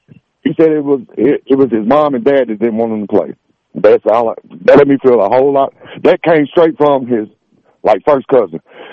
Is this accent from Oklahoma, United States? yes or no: no; South Carolina, United States; born there; moved away; I grew up in South Carolina for a while.